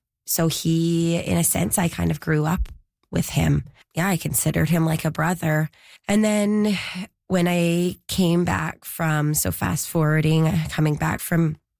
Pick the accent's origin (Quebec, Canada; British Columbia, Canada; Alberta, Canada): British Columbia, Canada; Vancouver; I'm from Vancouver area, lower mainland.